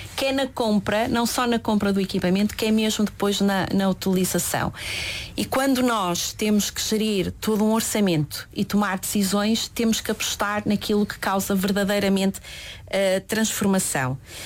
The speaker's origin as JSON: {"language": "Portuguese", "town": "Vila Real", "region": "Norte", "country": "Portugal", "tie": "born or raised there", "moved": "yes", "lives_now": "Porto, Portugal", "said": "Vila Real, onde cresci"}